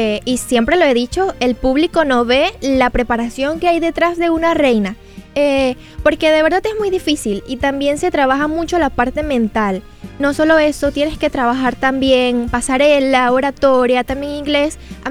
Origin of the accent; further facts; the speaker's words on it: Yaracuy, Venezuela; also born or lived in Lara, Venezuela; Yo nací en el estado Lara, pero yo desde muy pequeña vivo en el estado de Yaracuy.